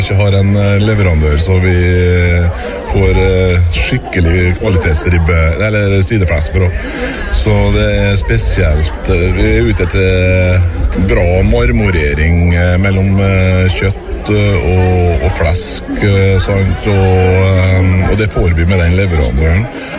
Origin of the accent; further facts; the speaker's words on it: Møre og Romsdal, Norway; Vi er fra Averøya, fra, kommer fra Langøya.